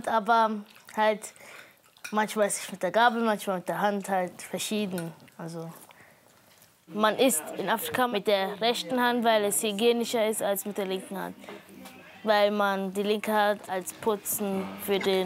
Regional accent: Germany; born there; first language Twi; Wir fühlen uns halt halb deutsch, weil wir hier geboren sind.

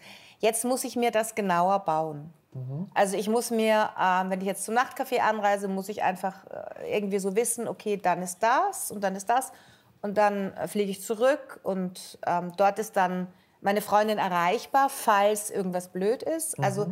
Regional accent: Northern Germany, Germany; Ich bin aus Norddeutschland. Da sagt man das. Der Alte, die Alte.

